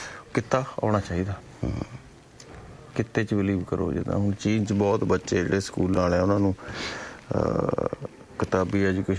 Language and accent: Punjabi; Punjab, India; ਅਸੀਂ ਪੰਜਾਬੀ ਹਾਂ, ਪੰਜਾਬ ਦੀ ਗੱਲ ਕਰਾਂਗੇ, ਸਾਨੂੰ ਤਾਂ ਖੇਤਾਂ ਦਾ, ਆਪਦੇ ਮਜ਼ਦੂਰਾਂ ਦਾ ਪਿਆਰ ਹੈ